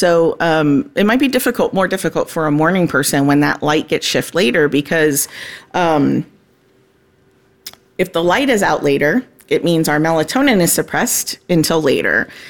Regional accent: Florida, United States; now in Ohio, United States; I'm from Florida originally, and so we don't see seasonal affective disorder as much. And when I moved here 8 years ago, I was like, wow, okay, I get it now.

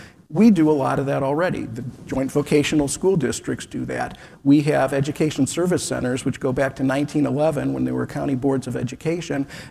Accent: Cleveland Heights, Ohio, United States; I grew up in Cleveland Heights.

